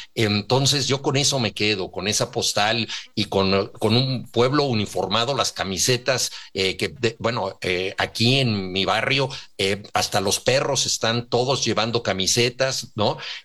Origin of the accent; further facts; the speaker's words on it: Mexico; Mira, yo como buen mexicano ya estaba haciendo unos cálculos tremendistas, ¿no?